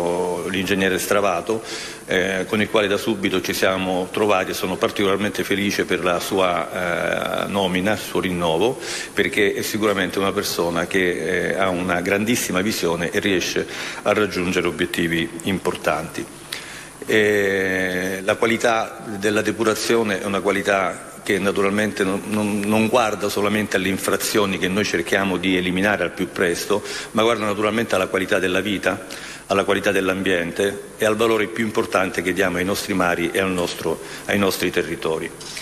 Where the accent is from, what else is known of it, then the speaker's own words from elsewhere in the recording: Calabria, Italy; Io sono calabrese